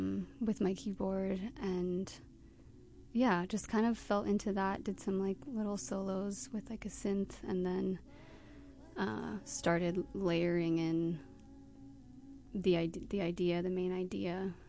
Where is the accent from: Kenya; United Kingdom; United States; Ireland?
United States; Ellensburg, Washington; born there; Well, actually, I was born in Ellensburg, Washington.